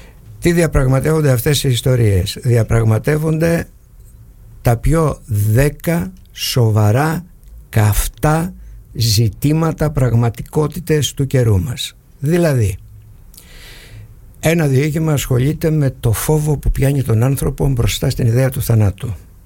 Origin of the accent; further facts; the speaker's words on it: Agrinio, Western Greece, Greece; τον τόπο μου εδώ, το Αγρίνιο, το Αγγελόκαστρο, γενικότερα τη Δυτική Ελλάδα.